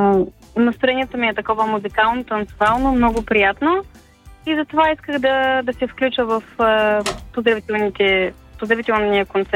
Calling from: Varna, Varna Province, Bulgaria; се обаждам от Варна

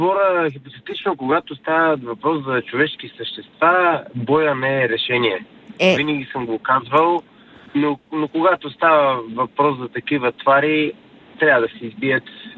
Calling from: London, United Kingdom; съм от Лондон.

